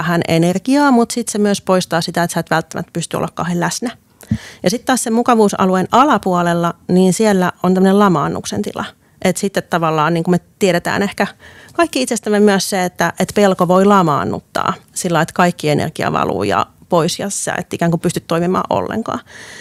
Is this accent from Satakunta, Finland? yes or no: no; Helsinki, Uusimaa, Finland; Mä oon nuoruuteni elänyt tuolla Helsingissä